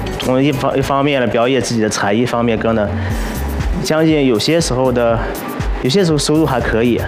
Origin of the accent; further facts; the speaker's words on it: Inner Mongolia, China; 我们内蒙家乡的一些特产